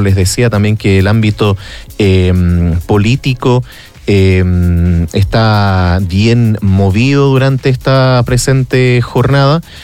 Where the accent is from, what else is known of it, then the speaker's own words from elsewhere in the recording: Chile; Nuestro país es sísmico